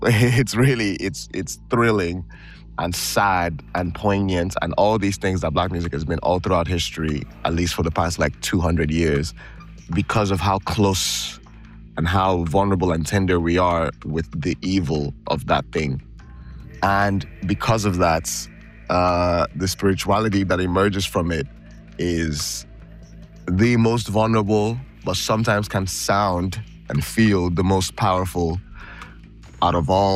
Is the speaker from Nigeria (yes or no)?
yes; Nigeria; now in Manchester, United Kingdom; I grew up in Nigeria. I speak the language